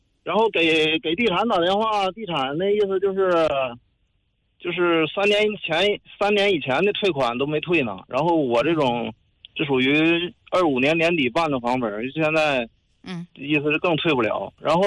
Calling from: Shijiazhuang, Hebei, China; 我是石家庄的一名业主，我是鹿泉区铜冶镇御景院的业主

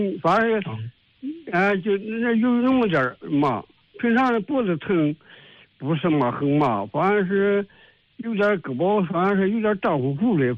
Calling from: Shijiazhuang, Hebei, China; 石家庄。

